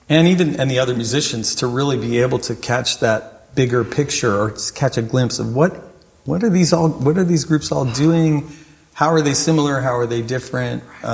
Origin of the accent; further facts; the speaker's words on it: Oakland, California, United States; moved away as an adult; I came here from the Bay Area to go to UT to get my doctorate. Mm-hmm. And I noticed a real difference when I met people around the country who are in the classical world, the way they would react when I told them I was from Oakland